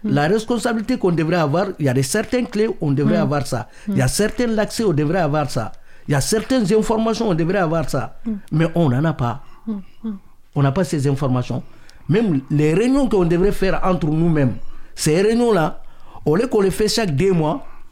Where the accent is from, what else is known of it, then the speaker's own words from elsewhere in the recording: Mali; now in France; moi, je suis malien.